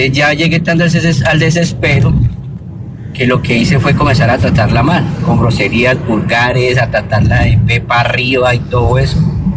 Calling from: Cali, Valle del Cauca, Colombia; Bueno, te hablo de la ciudad de Cali, tengo 46 años.

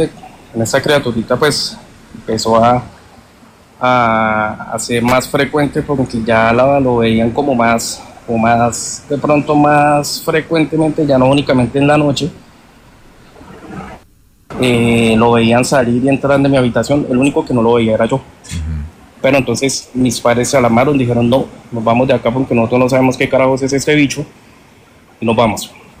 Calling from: Villavicencio, Meta, Colombia; estoy en Villavicencio

